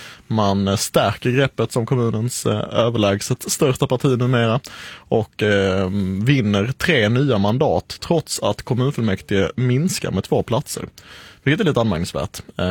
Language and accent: Swedish; Abbekås, Skåne, Sweden; Inte Mittskåne, jag är från kusten. Jag är från Abbekås nere på södern. Men det tillhör faktiskt den här lilla Mittenskåne-svepet.